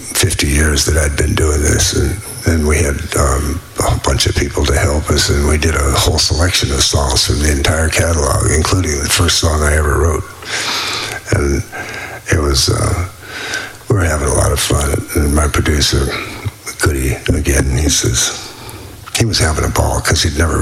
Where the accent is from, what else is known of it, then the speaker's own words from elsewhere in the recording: New Orleans, Louisiana, United States; how did growing up in New Orleans affect your music?